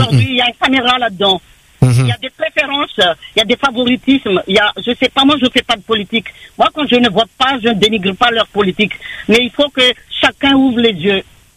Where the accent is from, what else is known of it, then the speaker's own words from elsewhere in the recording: France; J'ai ma carte d'identité française, moi. Je suis française, rentrée à La Réunion.